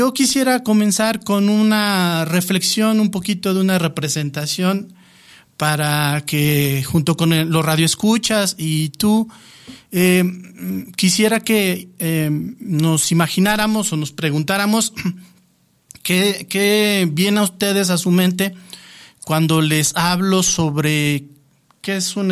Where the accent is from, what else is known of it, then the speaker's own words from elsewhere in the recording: Tenancingo, State of Mexico, Mexico; born there; moved away; también procuro mandar un saludo a mi tierra, Tenancingo, Estado de México